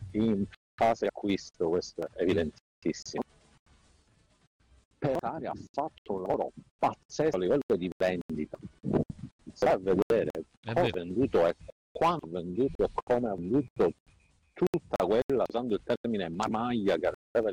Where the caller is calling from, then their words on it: Palermo, Sicily, Italy; Ciao Marco, da Palermo.